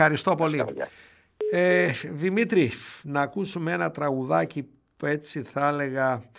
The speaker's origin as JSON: {"language": "Greek", "town": "Doirani", "region": "Central Macedonia", "country": "Greece", "said": "έλεγα έτσι λίγο εκεί και τα μακεδονίτικα λέμε, εκεί και στον τόπο μου, εκεί στη Δοϊράνη."}